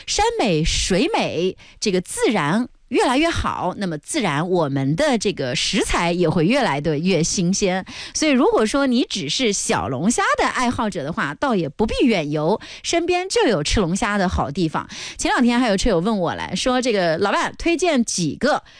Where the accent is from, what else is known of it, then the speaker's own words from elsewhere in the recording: Chuzhou, Anhui, China; 再也不要说咱们滁州是美食荒漠了啊